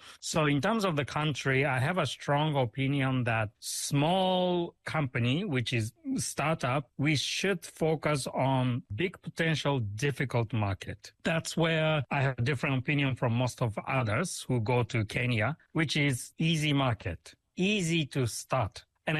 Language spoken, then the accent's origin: English; Japan; moved away as an adult; now in Addis Ababa, Ethiopia; I'm originally from Japan.